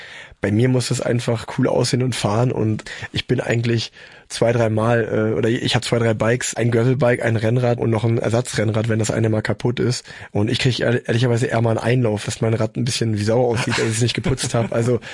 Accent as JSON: {"language": "German", "town": "Unna", "region": "North Rhine-Westphalia", "country": "Germany", "tie": "born or raised there", "said": "in den Radverein nach Unna, wo ich groß geworden bin"}